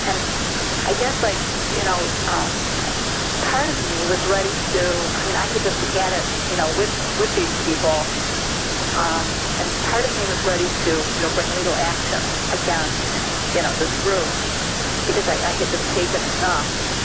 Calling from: Michigan, United States; I'm calling from Lavalle, Michigan

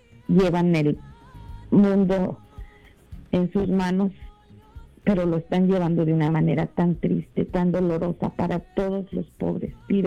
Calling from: Harlingen, Texas, United States; de Harlingen, Texas, y escucho por la aplicación.

